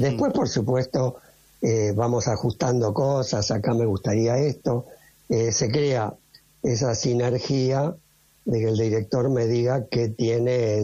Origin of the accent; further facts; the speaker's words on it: Argentina; quiénes somos los argentinos.